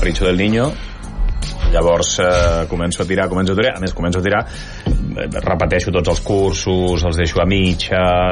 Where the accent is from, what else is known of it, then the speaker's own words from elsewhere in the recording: Altafulla, Catalonia, Spain; jo soc d'Altafulla.